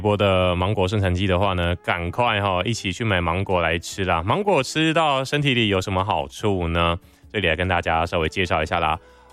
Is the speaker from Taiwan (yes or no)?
yes; Taiwan; 让我们台湾人呢可以吃得津津有味